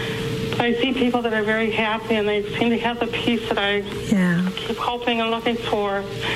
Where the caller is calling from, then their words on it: Wheaton, Illinois, United States; Wheaton, Illinois.